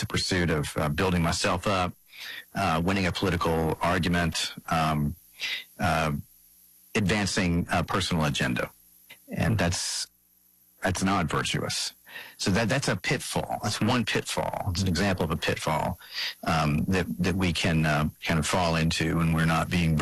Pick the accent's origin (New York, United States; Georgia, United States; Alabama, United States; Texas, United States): Georgia, United States; South. I mean, I'm a Southerner. I grew up in Georgia.